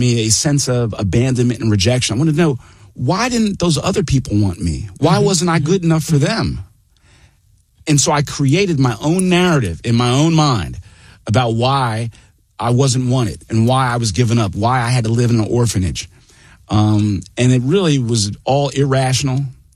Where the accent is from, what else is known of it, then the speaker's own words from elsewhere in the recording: Philadelphia, Pennsylvania, United States; But I grew up in Cobbs Creek, West Philadelphia.